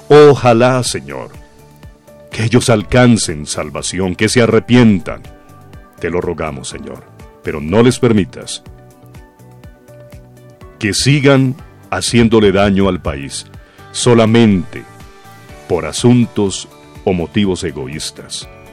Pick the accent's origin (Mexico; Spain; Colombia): Colombia